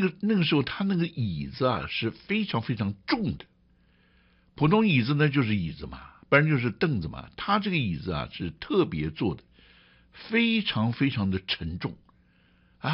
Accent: Taipei, Taiwan; born there; 我从小最爱吃的就是在台湾大学侧门对面的台一啊，台一牛乳大王。那是我小学大概三四年级就开始在那边吃啊。

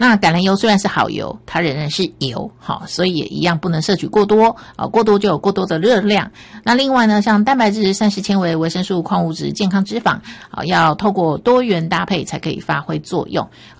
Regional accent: Taiwan; 我们台湾这边也不难拿到嘛

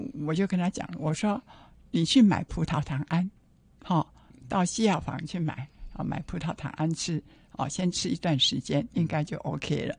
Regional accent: Taiwan; 所以无形当中，我真的感觉到我们台湾人真的实在是

